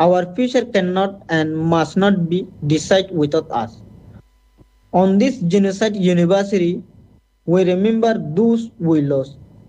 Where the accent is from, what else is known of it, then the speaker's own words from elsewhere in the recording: Myanmar; now in Bangladesh; I am a Rohingya refugee from Myanmar, currently live in Bangladesh refugee camp.